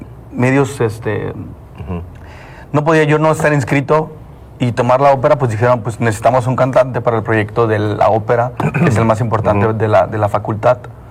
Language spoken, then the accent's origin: Spanish; Mexico; así como somos los mexicanos